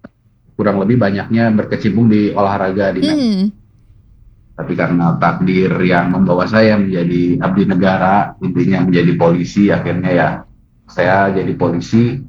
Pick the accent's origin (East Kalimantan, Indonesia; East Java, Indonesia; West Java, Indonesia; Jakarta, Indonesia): West Java, Indonesia; karena kita orang Sunda nggak jadi masalah.